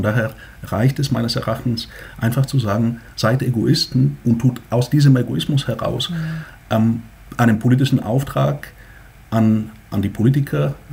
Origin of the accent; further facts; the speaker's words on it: Bulgaria; Meine Heimat Bulgarien ist ja von 9 Millionen Menschen 89 auf heute 6 Millionen implodiert.